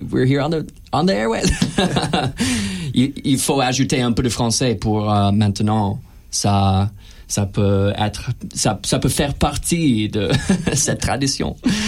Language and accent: English; Illinois, United States; now in Louisiana, United States; I'm from Illinois, actually